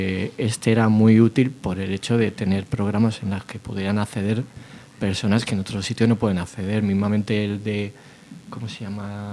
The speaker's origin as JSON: {"language": "Spanish", "town": "Leganés", "region": "Community of Madrid", "country": "Spain", "said": "yo ahora mismo me estoy acordando de Radio Leganés, que yo vengo de Leganés, y está en un pasaje comercial."}